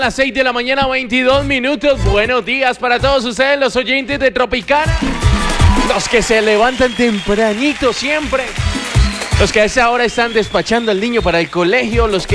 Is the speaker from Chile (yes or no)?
no; Colombia; yo soy colombiano, papi, de una, para adelante es para allá.